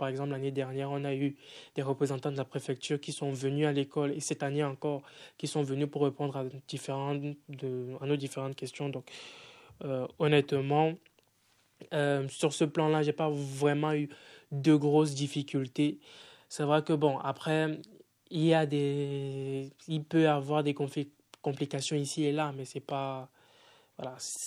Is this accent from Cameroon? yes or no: yes; Cameroon; moved away; also born or lived in Tunisia; je suis parti, j'ai quitté le Cameroun assez jeune et j'ai passé 4 ans en Tunisie.